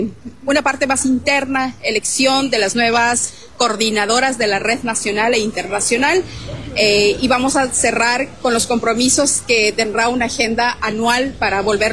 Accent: Ecuador; que hay que seguirnos reconociendo como un pueblo intercultural, plurinacional, que es la riqueza mayor que tenemos como ecuatorianos.

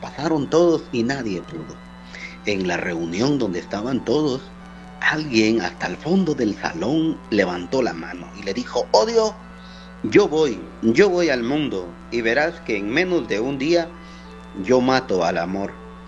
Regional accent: Salamá, Baja Verapaz, Guatemala; soy el padre, soy de Salamá, y algo bueno tuvo que salir de Salamá.

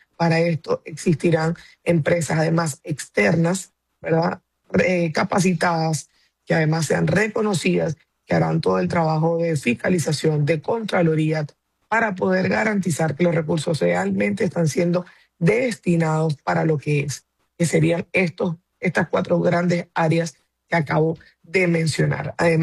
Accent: Zulia, Venezuela; yo particularmente que soy del estado de Zulia, vivo constantemente los racionamientos

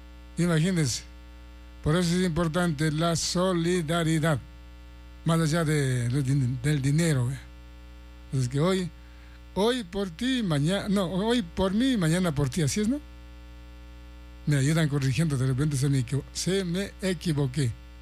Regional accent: Ecuador; Yo soy de Cumbijín, por ejemplo. No me avergüenzo, soy del campo.

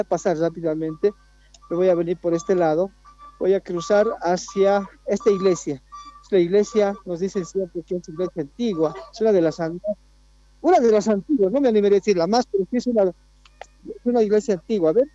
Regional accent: Aymaya, Potosí, Bolivia; yo soy de Aymaya

